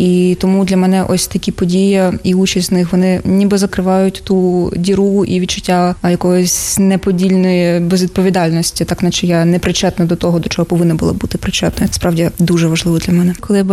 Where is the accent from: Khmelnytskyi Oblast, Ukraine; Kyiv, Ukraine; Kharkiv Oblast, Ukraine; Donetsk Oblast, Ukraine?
Kyiv, Ukraine; moved away; я виросла в Києві